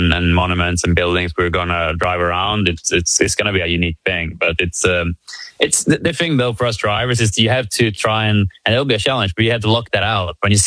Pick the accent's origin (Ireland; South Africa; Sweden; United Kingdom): Sweden; moved away as an adult; now in United States; not being American, you know, being a Swedish driver, but having lived now 8 years in America